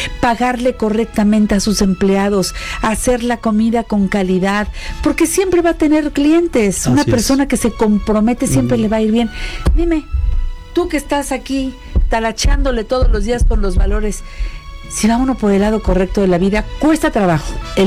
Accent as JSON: {"language": "Spanish", "country": "Mexico"}